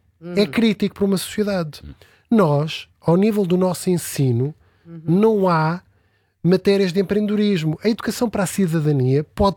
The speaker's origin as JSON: {"language": "Portuguese", "country": "Canada", "tie": "born or raised there", "moved": "yes", "lives_now": "Portugal", "said": "Eu cresci no Canadá, fui imigrante, sou filho do motorista e da senhora da limpeza."}